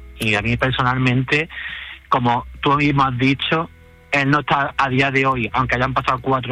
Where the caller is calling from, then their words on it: Cabra, Andalusia, Spain; desde Cabra, Córdoba.